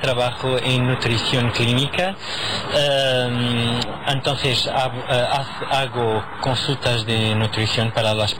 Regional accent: Portugal; Spanish is a second language; Sí, es verdad, soy portugués.

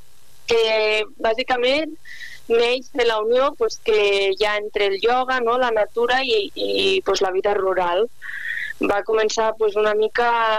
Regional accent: Barcelona, Catalonia, Spain; moved away as an adult; now in Oliana, Spain; jo soc de Barcelona de tota la vida, vaig néixer allà i, bueno, semblarà una mica tòpic, no?, però bàsicament vaig arribar a Oliana, a l'Alt Urgell, per amor.

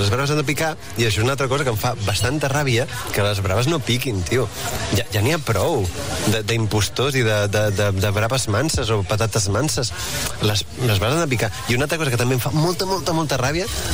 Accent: Catalonia, Spain; som catalans

